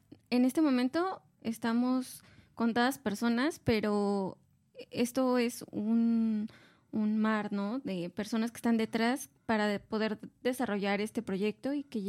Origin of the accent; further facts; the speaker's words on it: Coajimalpa, Mexico City, Mexico; yo vengo de Coajimalpa